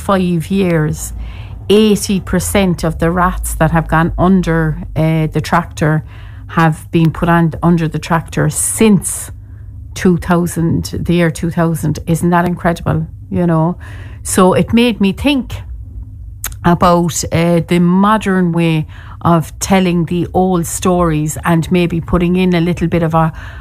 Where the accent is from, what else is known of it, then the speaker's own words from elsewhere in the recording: Cork, Munster, Ireland; I am the storyteller from Cork